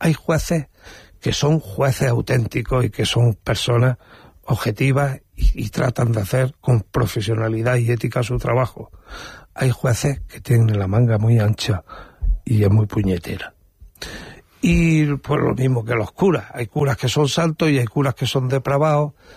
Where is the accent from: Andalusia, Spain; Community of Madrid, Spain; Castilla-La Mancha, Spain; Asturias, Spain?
Andalusia, Spain; Linares; ahí está mi pueblo, ahí está Linares